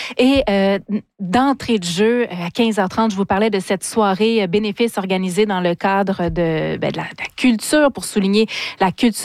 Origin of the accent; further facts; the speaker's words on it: Saint-Antoine, Quebec, Canada; Puis c'était quand même important pour moi de dire que non, je viens de Saint-Antoine.